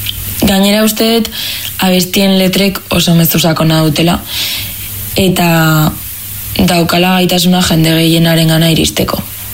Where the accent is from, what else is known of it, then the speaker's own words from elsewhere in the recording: San Sebastián, Basque Country, Spain; eta azken finean ni Donostikoa naiz